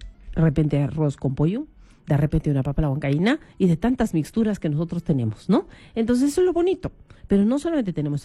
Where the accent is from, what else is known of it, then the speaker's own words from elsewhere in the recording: Peru; nuestra tradición como peruanos